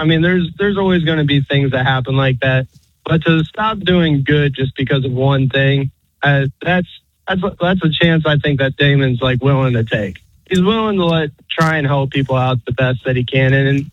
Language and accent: English; Georgia, United States; I'm from the South down in Georgia.